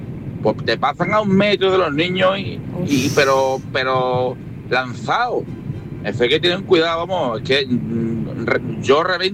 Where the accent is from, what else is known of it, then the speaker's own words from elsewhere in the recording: San Fernando, Andalusia, Spain; Me parece maravilloso, porque yo soy de San Fernando y allí esa norma es que se la pasa, vamos, por lo que sea.